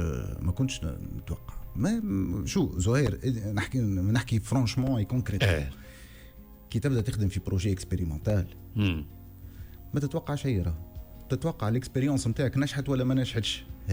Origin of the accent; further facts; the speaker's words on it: Tunisia; تحيه للحومه واد نوار، فهمتني؟ خاطرني تربيت غادي ونشأت غادي